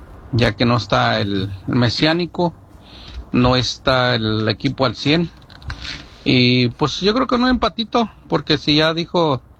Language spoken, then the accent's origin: Spanish; Mexico